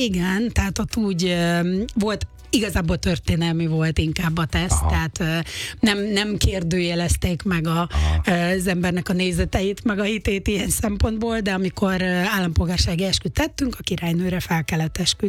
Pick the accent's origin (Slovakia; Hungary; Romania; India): Hungary; hogy én soha nem is akartam kint maradni, magyar vagyok, és az is maradtam.